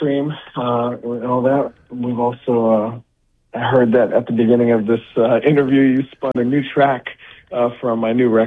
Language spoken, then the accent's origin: English; Miami, Florida, United States; also born or lived in Montclair, New Jersey; I grew up in Miami, Florida.